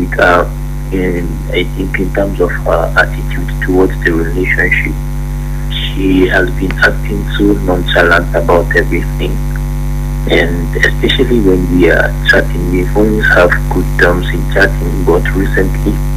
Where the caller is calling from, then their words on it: Greece; I'm calling from Greece.